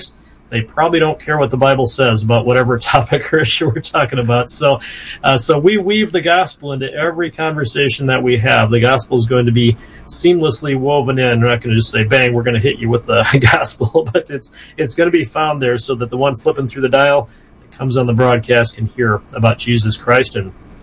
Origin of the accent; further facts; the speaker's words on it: Iowa, United States; a station in Des Moines, which is where I'm near. So I'm from Iowa, in northern Iowa, actually, a couple hours north of Des Moines.